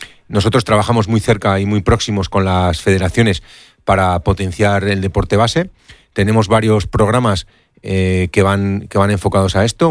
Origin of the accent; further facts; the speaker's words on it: Navarre, Spain; Es verdad que Navarra pues tiene la dimensión geográfica que tiene, tenemos la población que tenemos